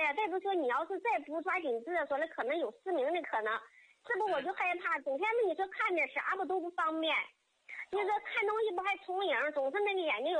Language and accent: Chinese; Qinhuangdao, Hebei, China; 我家是秦皇岛的。